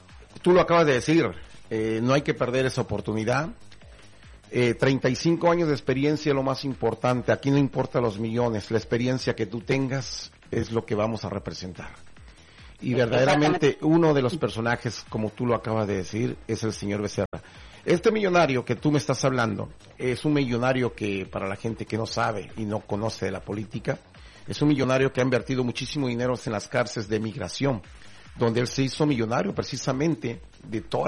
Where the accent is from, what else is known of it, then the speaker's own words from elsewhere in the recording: Mexico; now in California, United States; nosotros los mexicanos